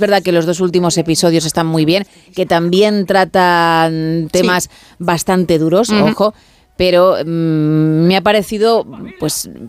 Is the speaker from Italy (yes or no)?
yes; Italy; ¿Eres de allí como yo de Italia?